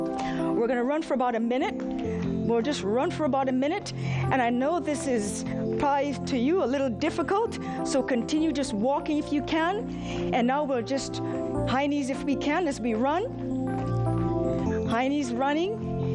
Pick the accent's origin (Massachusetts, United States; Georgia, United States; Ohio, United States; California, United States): Massachusetts, United States; Boston; from Boston, Massachusetts. I'm a physician practicing in Boston.